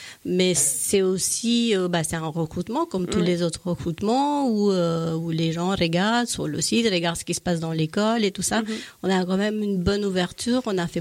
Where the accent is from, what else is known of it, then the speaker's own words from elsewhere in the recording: Romania; French is a second language; now in Châtellerault, France; Moi, je viens de Roumanie